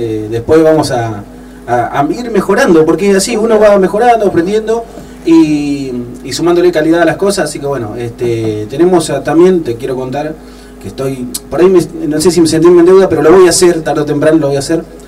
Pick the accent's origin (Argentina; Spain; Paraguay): Argentina; General Conesa; somos de acá de General Conesa, de este pueblo tan chiquito, pero bueno, con un corazón gigante